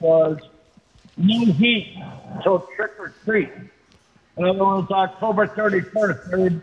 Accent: New Haven, Connecticut, United States; now in Foxborough, United States; I grew up in New Haven, Connecticut, moved up to Foxborough.

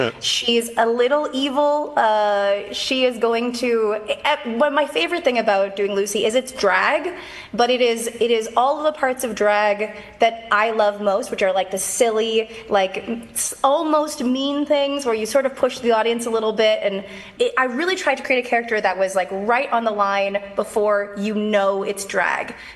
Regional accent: Canada; No. No. So, and I'm Canadian, so it's even worse.

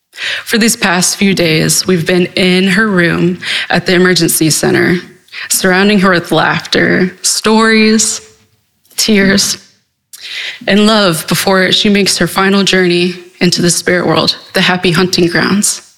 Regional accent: Kansas, United States; I grew up on the Sac and Fox Reservation in Kansas as a member of the Iowa tribe.

